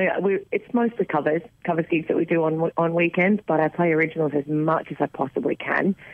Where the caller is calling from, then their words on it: Central Coast, New South Wales, Australia; The Central Coast, New South Wales.